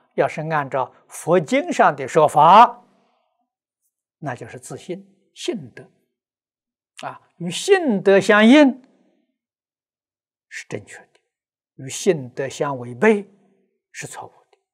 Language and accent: Chinese; China; 我们中国人常常讲啊，天理人情。